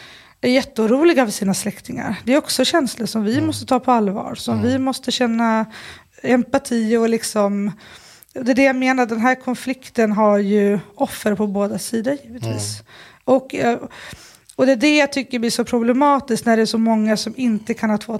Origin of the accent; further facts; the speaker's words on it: Sundsvall, Västernorrland County, Sweden; Jag är uppvuxen i Sundsvall. Och sen läste jag till lärare i Falun och sen började jag jobba i Husby.